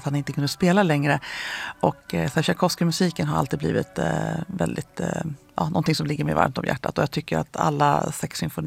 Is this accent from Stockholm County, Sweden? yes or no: no; Frösön, Jämtland County, Sweden; Jag är ju från Frösön